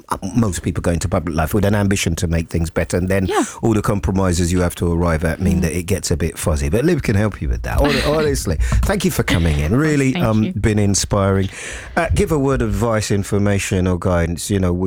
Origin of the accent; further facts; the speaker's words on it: London, United Kingdom; I'm a parent and I'm a Londoner